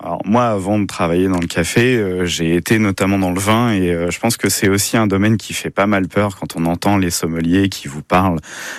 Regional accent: Paris, Île-de-France, France; now in Tours, France; On vient de Paris, on a déménagé, nous, sur Tours, il n'y a pas si longtemps que ça.

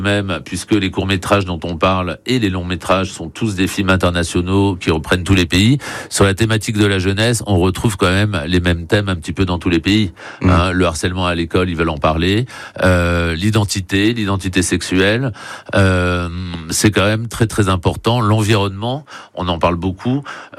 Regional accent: Nouvelle-Aquitaine, France; j'ai grandi dans le Pays Basque Nord

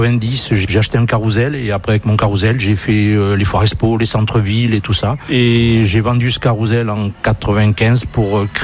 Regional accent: Tourtoirac, Nouvelle-Aquitaine, France; born there; je suis né à Tortoirac le 15 juillet 55.

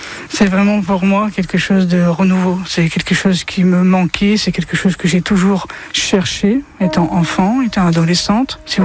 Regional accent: Arcachon, Nouvelle-Aquitaine, France; now in Le Vignau, France; j'habite sur la commune du Vigneau, j'ai 32 ans et je viens de la ville d'Arcachon.

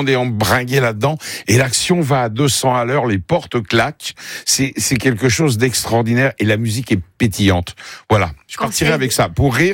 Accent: Paris, Île-de-France, France; Je suis de Paris, alors l'accent toulousain, c'est

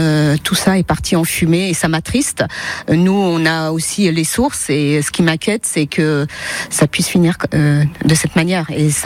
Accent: Cestas, Nouvelle-Aquitaine, France; Je suis de Sestas Gazinet, exactement.

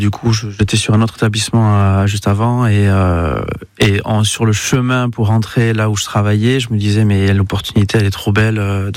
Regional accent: Nouvelle-Aquitaine, France; moved away; also born or lived in Bergerac, Dordogne; je suis né à Bergerac. Alors, j'ai grandi au Pays Basque, mais du coup, et puis nous avons une maison familiale en Dordogne, là, entre pas très loin d'ici, à 20 km, à Douville.

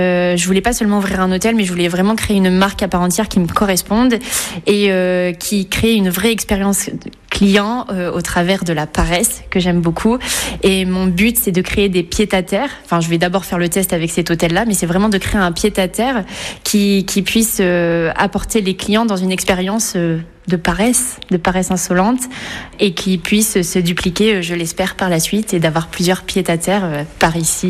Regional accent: Livron-sur-Drôme, Auvergne-Rhône-Alpes, France; also born or lived in Valence / Marsanne; Je suis née à Valence et j'ai grandi à Livron, un petit village dans la Drôme. Et j'ai passé mon enfance à travers ces petits villages de la Drôme provençale également, notamment à Marsanne.

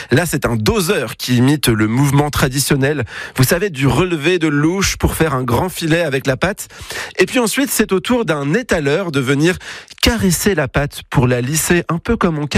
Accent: Plouharnel, Brittany, France; le marché nocturne de Plouarnel, mon village natal.

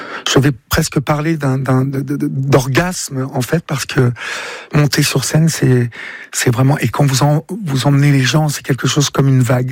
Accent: Évreux, Normandy, France; moved away as an adult; now in Paris, France; J'ai grandi à Évreux, et Évreux est une ville extrêmement compliquée.

